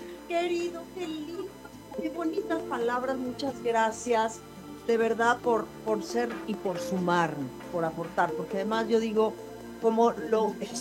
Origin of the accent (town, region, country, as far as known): Mexico